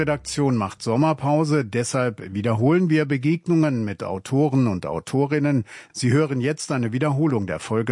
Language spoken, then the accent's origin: German; Mannheim, Baden-Württemberg, Germany; Anne-Dore, ihr habt euch ausgerechnet in Mannheim getroffen. Da komme ich ja her.